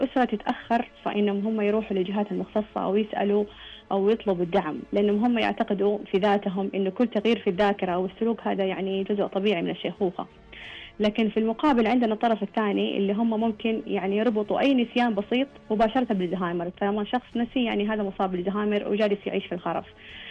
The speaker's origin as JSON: {"language": "Arabic", "country": "Saudi Arabia", "said": "عندنا بالسعودية"}